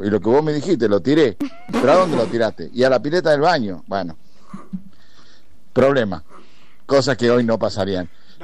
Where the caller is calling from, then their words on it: Catamarca, Argentina; por la tonada ya me sacan que no soy de La Plata, ¿verdad? Bueno, soy de Catamarca.